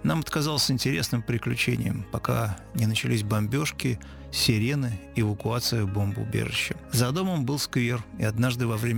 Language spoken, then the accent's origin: Russian; Voronezh, Voronezh Oblast, Russia; Я родилась в Воронеже в 1937 году. Наша семья – папа Семен Григорьевич, мама Анна Михайловна, бабушка Клавдия Михайловна и я жили на левом берегу реки Воронеж в коммунальной квартире